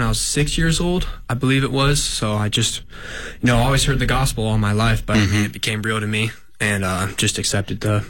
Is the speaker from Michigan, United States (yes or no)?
no; Ashland, Ohio, United States; So I'm from Ashland, Ohio. My dad's a pastor up there in Ohio. But I grew up in a preacher's home, so I got saved probably about when I was 6 years old